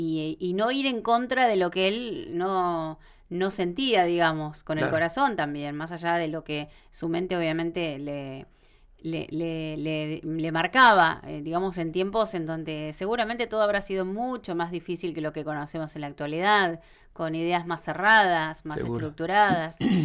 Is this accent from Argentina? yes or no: yes; Argentina; con lo que hoy vivimos como argentinos.